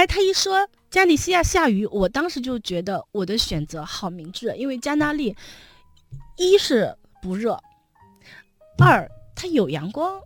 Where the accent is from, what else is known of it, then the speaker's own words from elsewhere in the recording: China; 我们中国人